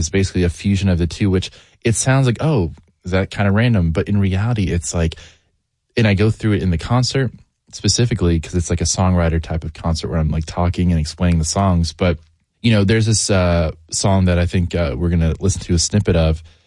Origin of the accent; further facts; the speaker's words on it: Johnson City, Tennessee, United States; moved away as an adult; now in Nashville, United States; I grew up in East Tennessee. I've been in Nashville for the past almost 10 years. This is a representation of both sides of my identity. you know, I'm from the birthplace of country